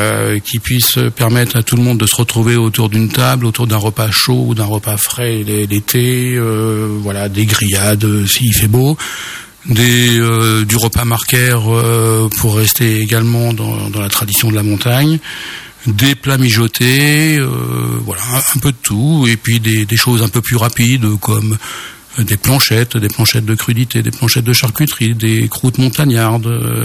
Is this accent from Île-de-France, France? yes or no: no; Mulhouse, Grand Est, France; moi je viens de la banlieue de Mulhouse.